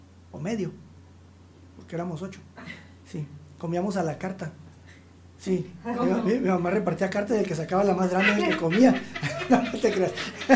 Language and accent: Spanish; Ciudad Juárez, Chihuahua, Mexico; also born or lived in El Paso, Texas; Me considero de aquí porque aquí crecí y aquí vivo. Entonces, aquí vivo, bueno, soy de Juárez. Aquí, o en El Paso vivo, soy paseño, ok. Pero porque aquí crecí. Fui migrante y sé lo que se siente siendo un niño de 8 años de edad.